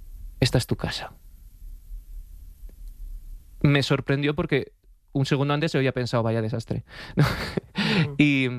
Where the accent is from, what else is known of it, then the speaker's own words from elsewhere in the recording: Alcalá de Henares, Community of Madrid, Spain; born there; also born or lived in Seville; Yo soy de Alcalá de Henares, nacido, sí, en Alcalá de Henares, ¿no? Aunque he estado viviendo pues en Sevilla porque estuve trabajando allí un año antes de terminar el fin de carrera